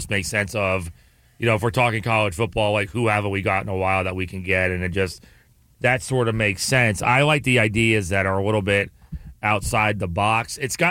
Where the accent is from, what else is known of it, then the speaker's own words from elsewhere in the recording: Charlotte, North Carolina, United States; I said, well, sir … from Charlotte.